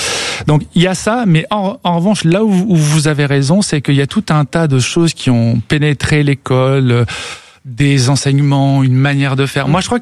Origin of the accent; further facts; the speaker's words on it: France; chez nous, en France